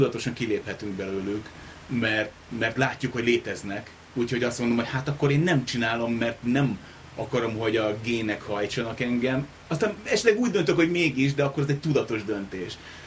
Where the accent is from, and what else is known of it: Hungary